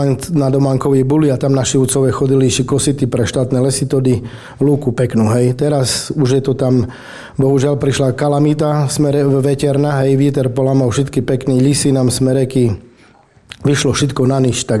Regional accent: Pača, Košice Region, Slovakia

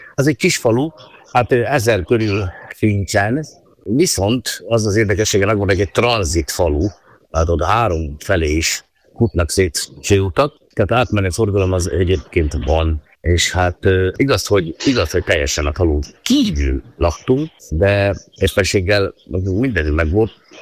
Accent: Kráľov Brod, Trnava Region, Slovakia; also born or lived in Šaľa; És én királynévben születtem, hát pontosabban ugye sejj lettem, mert ott volt színészet, mindenki sejj született itt a Galáci járatban, a sejj járatban, mert nyilván ott nőttem föl a falu szélén, annak is a nagyon szélén, kint a periférián

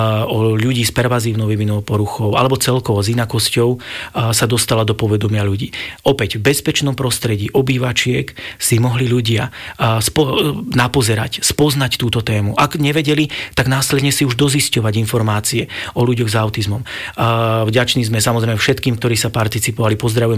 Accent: Banská Štiavnica, Banská Bystrica Region, Slovakia; ako chlapec v Banskej Štiavnici to bolo, tam som študoval, takže tam som bol na strednej škole, ale vlastne už na základnej škole.

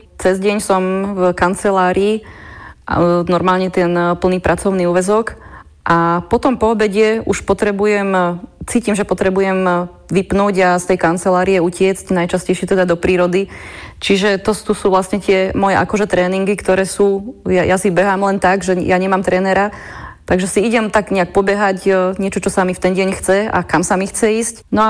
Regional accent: Trenčín, Trenčín Region, Slovakia; Ja som sa na Trenčín veľmi tešila, práve preto, že je to moje domovské mesto

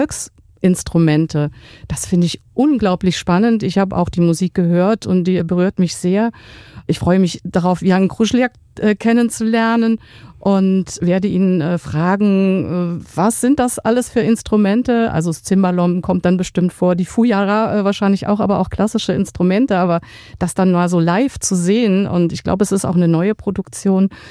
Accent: Germany; born there; Ich komme eigentlich aus der DDR, also da bin ich geboren

